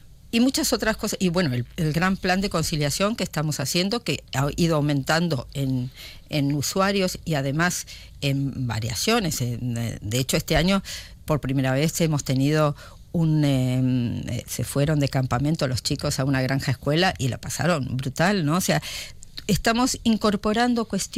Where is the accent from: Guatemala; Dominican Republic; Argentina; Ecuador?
Argentina; porque nosotros, yo como argentina, viví cuando tenía 22 años y estaba en quinto año de medicina, la guerra de las Malvinas.